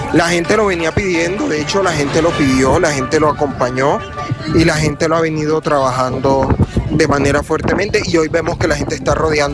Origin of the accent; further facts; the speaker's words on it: Maicao, La Guajira, Colombia; now in Albania, Colombia; Yo siempre tengo ese corazoncito albanés, pero también maicaero, donde viví mis grandes años, mi infancia. Estudié en el Colegio del Carmen de Maicao.